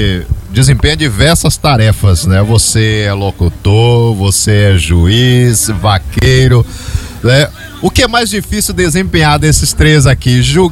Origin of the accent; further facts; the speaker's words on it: Feira de Santana, Bahia, Brazil; now in Serra do Ramalho, Brazil; Eu sou de Feira de Santana, Serrinha é vizinha a mim, mas hoje eu estou em Serra do Ramalho